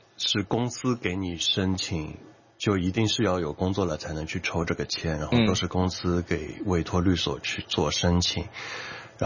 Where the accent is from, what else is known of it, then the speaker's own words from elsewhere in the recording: Shanghai, China; moved away as an adult; also born or lived in United States; now in Hong Kong; 我本身是上海人。